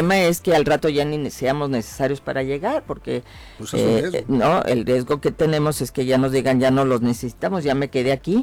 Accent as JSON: {"language": "Spanish", "country": "Mexico", "said": "nos han dividido como mexicanos"}